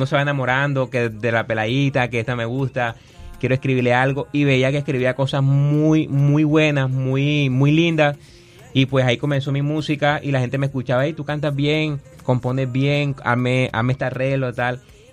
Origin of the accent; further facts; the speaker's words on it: Barranquilla, Atlántico, Colombia; Sí, porque somos costeños, y yo hice la canción es pensando en nosotros los costeños